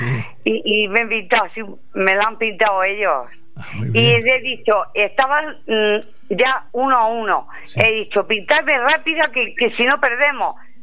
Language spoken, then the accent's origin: Spanish; Spain; No, yo soy española.